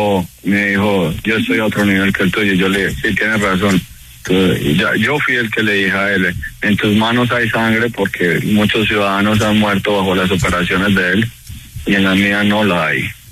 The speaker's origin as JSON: {"language": "Spanish", "town": "El Carmen de Viboral", "region": "Antioquia", "country": "Colombia", "moved": "as an adult", "lives_now": "United States", "said": "pero yo soy del Carmen de Doral, Antioquia. Soy teniente oficial retirado de la Armada de Colombia, con mucho orgullo y con mucho amor."}